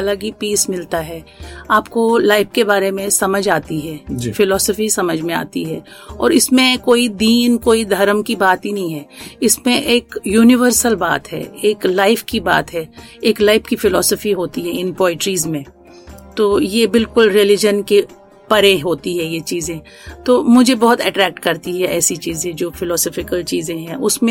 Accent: Jammu and Kashmir, India; first language Kashmiri; Hindi is a second language; ये मेरी भाग्य की बात है कि मैं कश्मीर से जुड़ी हूँ, मैं कश्मीरी हूँ

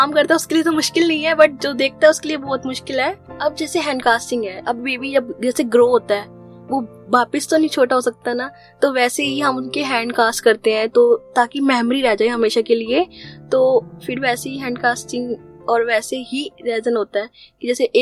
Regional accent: Ambala, Haryana, India; मैं अम्बाला की रहने वाली हूँ और मैंने अपनी स्कूलिंग अम्बाला कैंट से की थी। देन मैंने अपना कोर्स किया चंडीगढ़ से वेब डिजाइनिंग का, प्रो डेवलपमेंट का।

